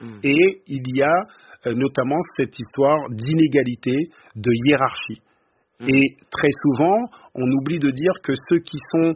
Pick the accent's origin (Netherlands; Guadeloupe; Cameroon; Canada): Guadeloupe; moved away; j'ai grandi en Guadeloupe.